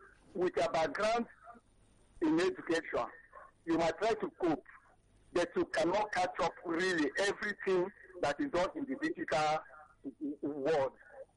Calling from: Lagos, Nigeria; I'm calling from Mesa in Lagos.

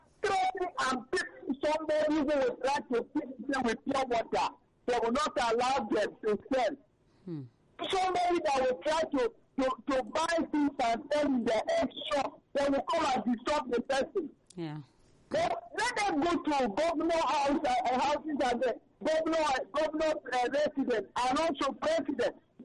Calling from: Abuja, Federal Capital Territory, Nigeria; I'm calling you from Abuja.

